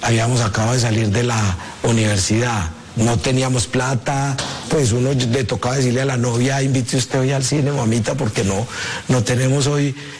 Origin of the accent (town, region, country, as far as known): Antioquia, Colombia